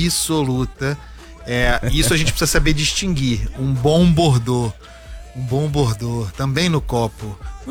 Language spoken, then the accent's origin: Portuguese; Brazil; Eu sou brasileiro, torço pro Brasil.